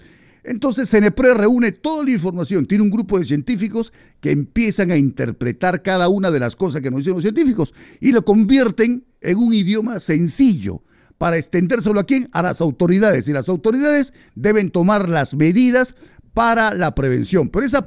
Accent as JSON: {"language": "Spanish", "country": "Peru"}